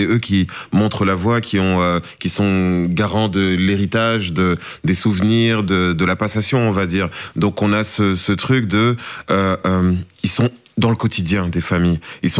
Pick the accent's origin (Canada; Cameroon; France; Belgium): Cameroon; je suis originaire du Cameroun